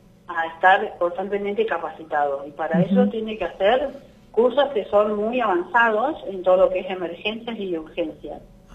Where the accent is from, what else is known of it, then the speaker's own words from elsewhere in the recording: Puerto Madryn, Chubut, Argentina; Yo soy de Madrid